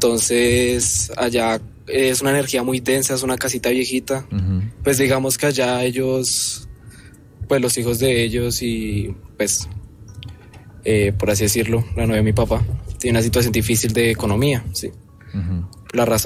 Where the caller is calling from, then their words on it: Bogotá, Colombia; De Bogotá, Colombia.